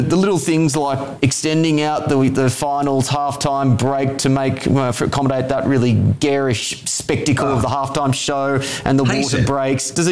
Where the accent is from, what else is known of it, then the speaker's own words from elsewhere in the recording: Australia; Well, as an Australian